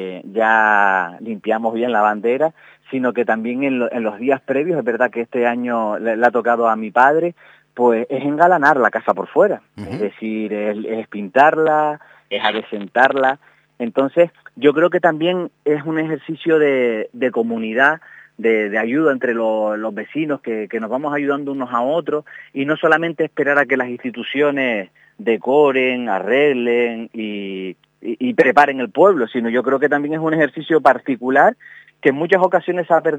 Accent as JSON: {"language": "Spanish", "region": "Canary Islands", "country": "Spain", "said": "¿Entonces nuestros abuelos no son canarios? ¿O nosotros somos más canarios que ellos?"}